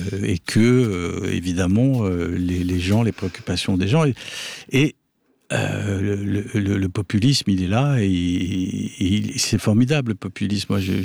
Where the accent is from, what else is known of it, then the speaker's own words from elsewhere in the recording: France; Non, parce que vous savez, je suis français.